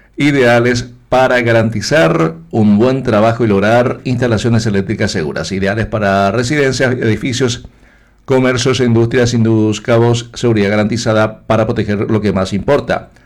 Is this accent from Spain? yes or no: no; Paraguay; Con mucho orgullo somos paraguayos aquí y habitamos esta tierra